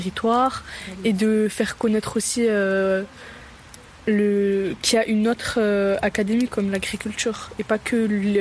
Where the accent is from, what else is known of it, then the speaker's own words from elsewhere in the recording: Millau, Occitanie, France; born there; J'ai 18 ans, je suis née en Aveyron, à Millau. J'ai grandi dans un milieu rural.